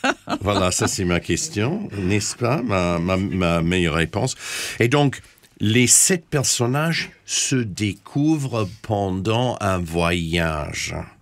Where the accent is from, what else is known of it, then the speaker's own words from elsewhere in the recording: Corsica, France; now in Melbourne, Australia; Je suis corse.